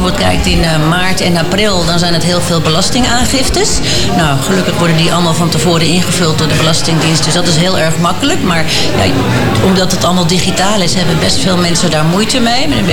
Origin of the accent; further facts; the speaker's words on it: Duivendrecht, North Holland, Netherlands; Ja, en ik kom zelf uit Duivendrecht.